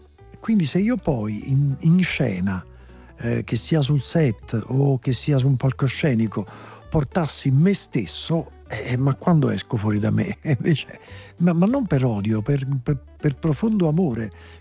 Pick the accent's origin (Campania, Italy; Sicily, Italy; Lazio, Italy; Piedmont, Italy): Campania, Italy; Naples; io essendo l'unico, per quanto giovane, ma l'unico napoletano del cast